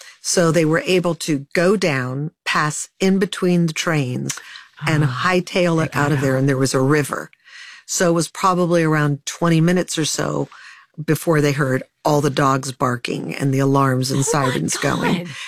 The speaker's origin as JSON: {"language": "English", "town": "Hollywood", "region": "California", "country": "United States", "tie": "born or raised there", "said": "I grew up on the Hollywood Hills. I thought it was like, I climbed the hills all the time."}